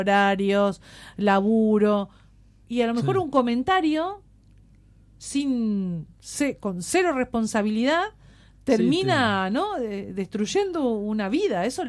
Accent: Argentina

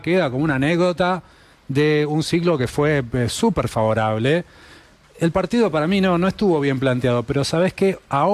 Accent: Argentina; es parte de lo que somos como argentinos.

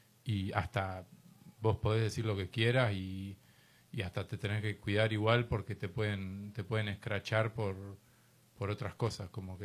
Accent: Argentina; somos italianos y somos españoles, en un 80% de nuestra sangre, de nuestras raíces argentinas, viene de Italia y de España, y nosotros no hablamos español. realidad hablamos castellano de Castilla.

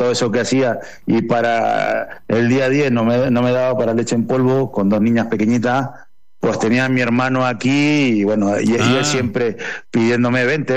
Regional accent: Guaymallén, Mendoza, Argentina; now in Spain; De Guayma de toda la vida.

